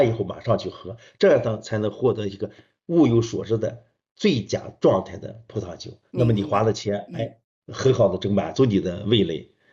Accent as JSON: {"language": "Chinese", "country": "China"}